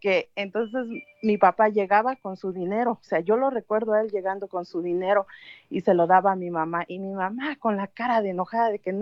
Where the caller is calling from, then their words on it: Denver, Colorado, United States; yo le hablo de Denver, Colorado.